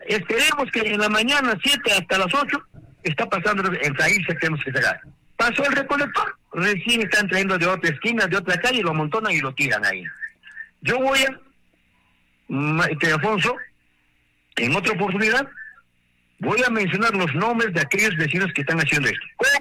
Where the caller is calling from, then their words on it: Peru; soy vecino de Santa Rosa